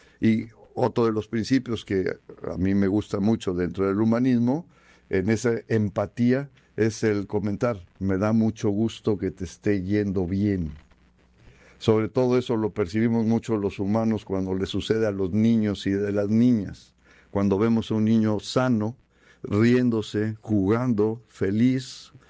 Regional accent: Mexico; nos identifican como mexicanos

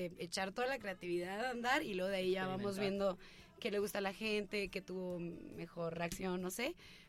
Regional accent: Hermosillo, Sonora, Mexico; Para yo soy de Hermosillo, Sonora, entonces.

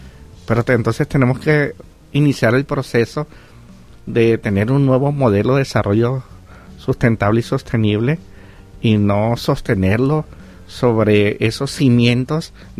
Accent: Mexico

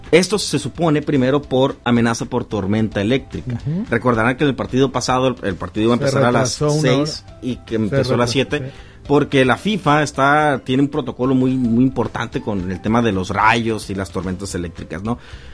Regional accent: Mexico; esta pasión que tenemos como mexicanos al fútbol

